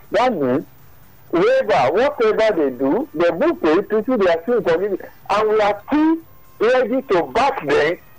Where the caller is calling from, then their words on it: Nigeria; I'm calling from Adiji.